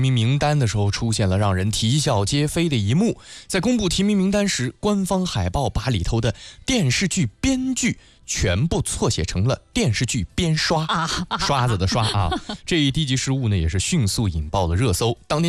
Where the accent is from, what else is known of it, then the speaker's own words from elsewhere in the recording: Yunnan, China; 我们云南人